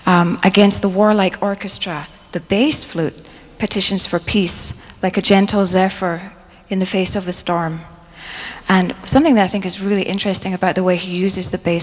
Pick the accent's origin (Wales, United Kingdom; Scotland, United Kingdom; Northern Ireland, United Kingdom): Scotland, United Kingdom; Largs; I grew up in Largs on the west coast of Scotland.